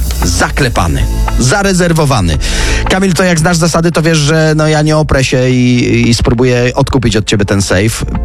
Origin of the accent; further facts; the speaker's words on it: Tarnów, Lesser Poland, Poland; A ja z Tarnowa